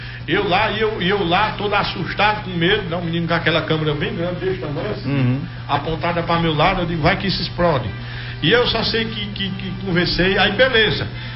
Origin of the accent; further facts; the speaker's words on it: Garanhuns, Pernambuco, Brazil; eu sou de Garanhuns, Pernambuco.